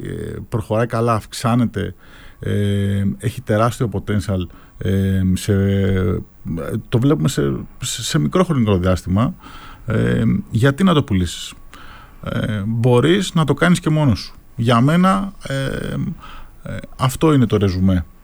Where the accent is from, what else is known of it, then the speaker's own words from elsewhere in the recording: Greece; και εμάς σαν Έλληνες μας αρέσει να κυνηγάμε το American Dream.